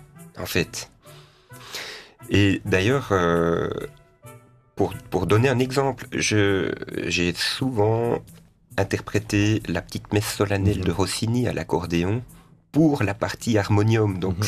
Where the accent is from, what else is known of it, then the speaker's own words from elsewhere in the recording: Jura, Switzerland; mais en tant que jurassien, j'ai mis un moment à l'apprivoiser.